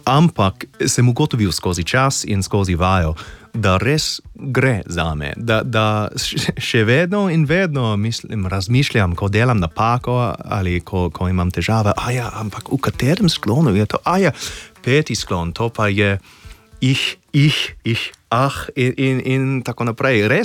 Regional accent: Australia; Slovenian is a second language; now in Slovenia; Iz Avstralije sem, moja angleščina je tako lepa, da a bom rabil slovenščino, v bistvu lahko živim tukaj brez slovenščine.

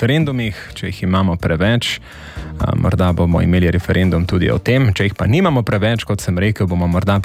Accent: Zakojca, Gorizia, Slovenia; born there; ko sva medva iz Zakojce v Bukovo hodila 4 km v šolo po zimi, po najhujšem snegu

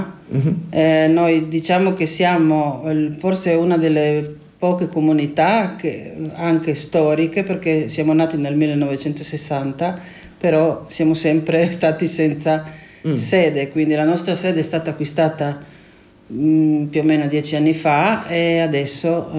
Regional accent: Umag, Istria County, Croatia; born there

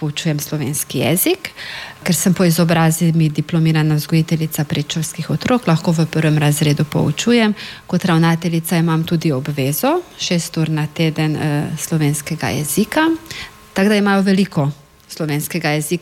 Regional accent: Mura, Slovenia; Po narodnosti sem tudi Madžarka. Državljanstvo imam slovensko, moj materni jezik je slovenski, sem pa po narodnosti Madžarka. Živela sem v dvojezičnem okolju, v dvojezični družini.

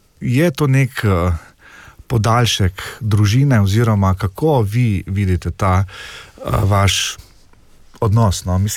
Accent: Styria, Slovenia; kot rečemo Štajerci, tu ni zajmancije, ne.

